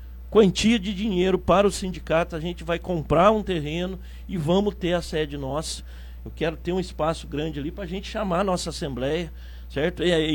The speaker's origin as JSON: {"language": "Portuguese", "town": "Cunha", "region": "São Paulo", "country": "Brazil", "said": "Eu vim de uma outra cidade, eu vim lá da cidade de Cunha."}